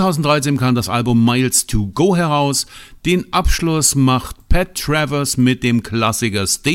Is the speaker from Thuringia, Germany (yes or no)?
yes; Wandersleben, Thuringia, Germany; Roland, ein ganz treuer Fan aus Wandersleben, Gruß an den Roland und in meine Heimat